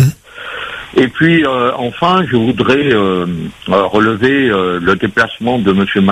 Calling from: Paris, Île-de-France, France; je vous appelle de Paris.

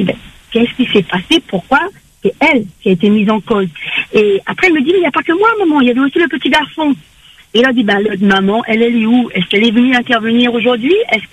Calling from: Saint-Louis, Réunion; Là, je suis à Saint-Louis.

